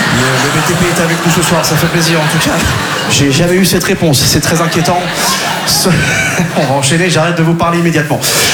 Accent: Quimperlé, Brittany, France; Mais si vous voulez, déjà, là d'où je viens à Quimperlé, on n'avait pas les sports cool.

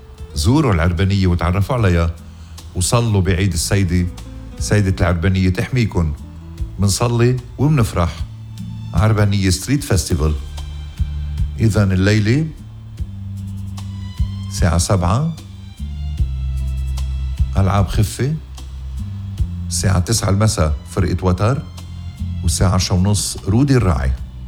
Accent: Lebanon; إن شاء الله تشتي خيرة السماء على وطننا لبنان يا رب

